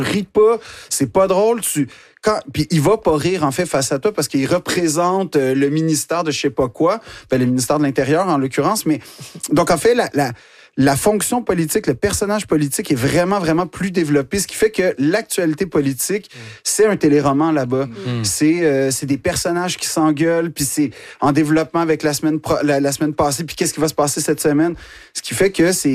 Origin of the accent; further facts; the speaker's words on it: Quebec, Canada; now in France; je me mets toujours à la place du fait que je suis Québécois. Donc, en fait, je ne suis pas un Français. Je suis un Québécois qui est en France.